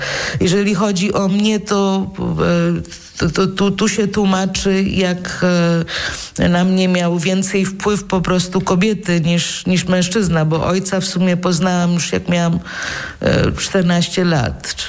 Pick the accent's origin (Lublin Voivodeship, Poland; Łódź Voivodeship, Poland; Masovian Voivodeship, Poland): Masovian Voivodeship, Poland; Warsaw; born there; Ja się urodziłam w Warszawie w 1966 roku, w zimie.